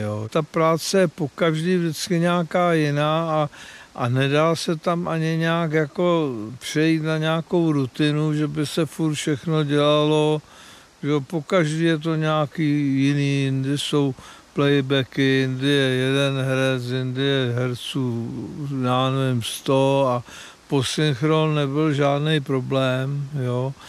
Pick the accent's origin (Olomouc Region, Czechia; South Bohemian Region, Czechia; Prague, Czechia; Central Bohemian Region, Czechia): South Bohemian Region, Czechia; Strakonice; Já jsem se narodil ve Strakonicích